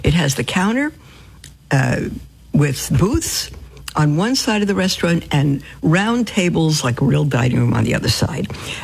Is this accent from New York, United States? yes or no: yes; New York City, New York, United States; moved away; I was raised in Brooklyn.